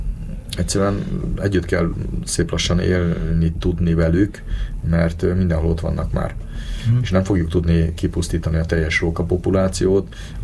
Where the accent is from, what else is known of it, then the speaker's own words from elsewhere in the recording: Budapest, Hungary; ugye én is pesti vagyok